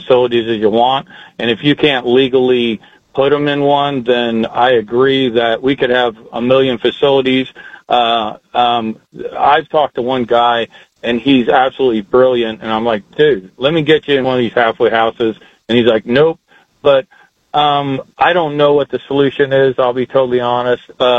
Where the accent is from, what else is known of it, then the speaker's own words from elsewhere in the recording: Indianapolis, Indiana, United States; growing up in Indianapolis in the 70s, obviously I know when they closed Central State Hospital